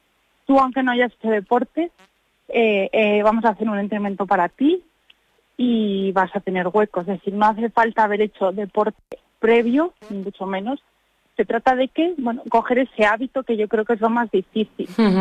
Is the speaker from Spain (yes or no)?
yes; León, Castile and León, Spain; now in Almodóvar del Pinar, Spain; ahora que estamos aquí en Almodóvar, yo soy de León